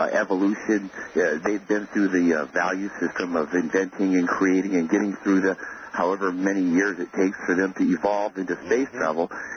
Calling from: Hawaii, United States; I'm calling from Maui.

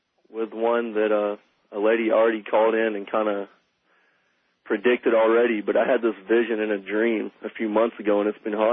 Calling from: Big Island, Hawaii, United States; on the Big Island.

